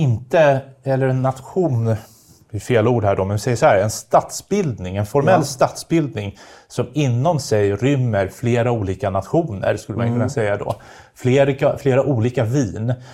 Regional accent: Sweden; vi att jag är svensk, det kommer alltid att trumfa över mina eventuella åsikter om ekonomi eller om skatte.

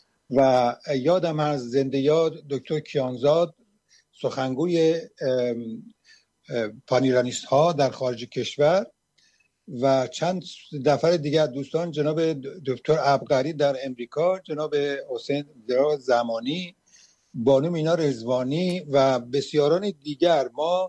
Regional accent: Iran; ما یک ملت هستیم از زمان انقلاب مشروطه ایران

